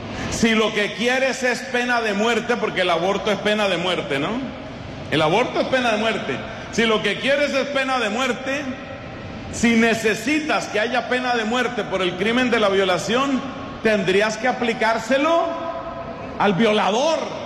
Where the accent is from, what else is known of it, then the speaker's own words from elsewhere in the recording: Colombia; En mi país, para desgracia de los colombianos